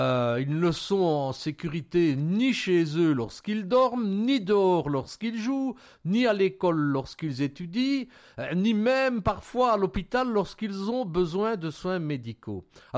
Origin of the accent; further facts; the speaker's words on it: Belgium; chez nous en Belgique